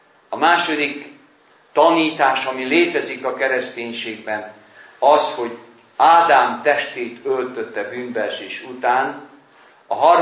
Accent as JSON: {"language": "Hungarian", "region": "Vojvodina", "country": "Serbia", "said": "Odahaza Vajdaságban egy olyan faluban tartottam sorozatot"}